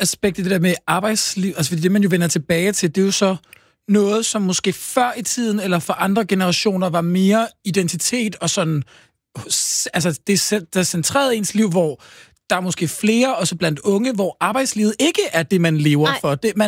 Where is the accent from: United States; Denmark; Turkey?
Turkey; Istanbul; Jeg er vokset op i Istanbul.